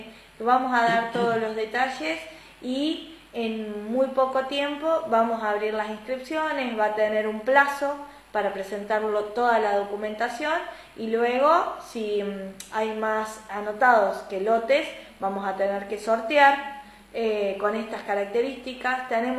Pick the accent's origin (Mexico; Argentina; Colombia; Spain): Argentina; Buchardo, Córdoba; moved away; aquellos jóvenes que somos de Buchardo, que nos fuimos para con el sueño de una profesión